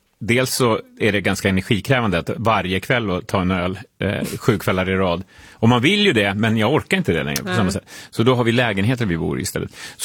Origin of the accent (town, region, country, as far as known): Estonia